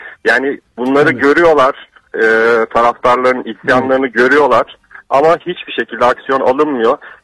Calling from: İzmir, Turkey; İzmir'den arıyorum ben.

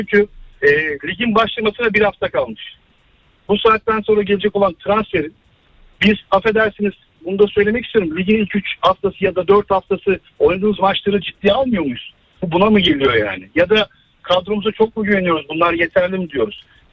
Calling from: Istanbul, Turkey; İstanbul'dan bağlanıyorum.

